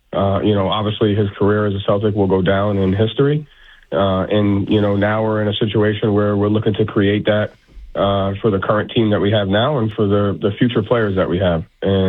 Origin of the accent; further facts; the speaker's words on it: New England, United States; I mean, you know, we're all from New England. You know, we all grew up being short being relatively a-holes.